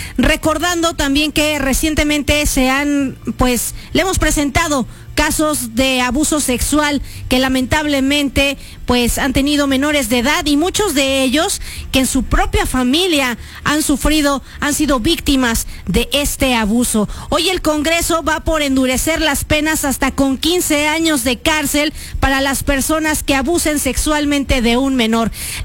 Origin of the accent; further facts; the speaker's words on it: Mexico; él se atrevió a realizar unos comentarios de odio hacia nosotros los mexicanos.